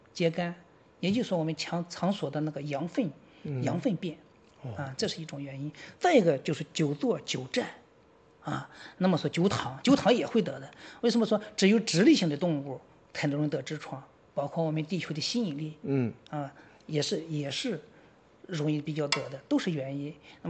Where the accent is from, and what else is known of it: China